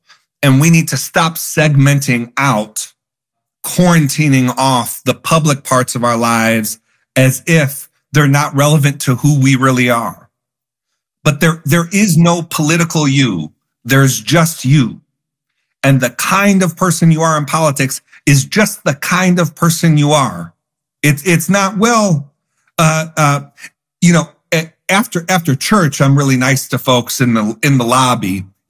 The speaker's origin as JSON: {"language": "English", "town": "Buffalo", "region": "New York", "country": "United States", "tie": "born or raised there", "said": "So I grew up in Buffalo, New York"}